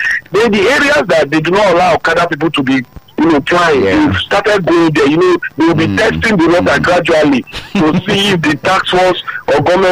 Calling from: Nigeria; we Nigerians

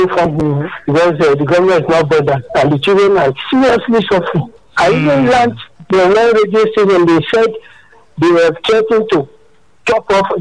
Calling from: Akute, Ogun, Nigeria; I'm calling from Akute.

